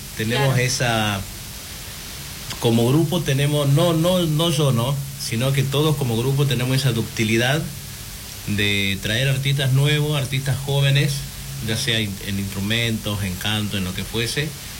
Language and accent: Spanish; San Pedro, Jujuy, Argentina; born there; also born or lived in Maimará, Jujuy; Maimará es mi pueblo, yo soy de Jujuy, nacido en San Pedro, y bueno, a partir de los 12 años en Maimará